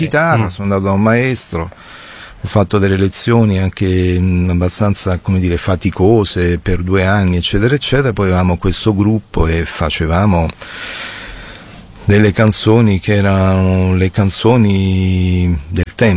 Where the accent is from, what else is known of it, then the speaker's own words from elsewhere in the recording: Battaglia Terme, Veneto, Italy; also born or lived in Caltanissetta; nato a Caltanissetta, in Sicilia, da famiglia palermitana, ma non è questo, ma tipo a un anno e mezzo stavo a Battaglia Terme, provincia di Padova.